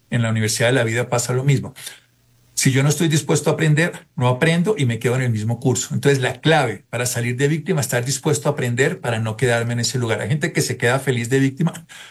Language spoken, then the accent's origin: Spanish; Colombia; Pero como colombianos, dejemos las divisiones, dejemos todas las hipótesis que nos separan y juntémonos porque nos tiene que doler a todos.